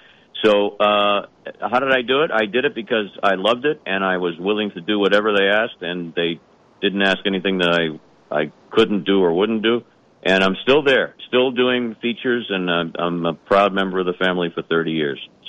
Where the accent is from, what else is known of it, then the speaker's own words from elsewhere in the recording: Boston, Massachusetts, United States; being a Bostonian like you, Gare, I grew up idolizing WBZ personalities.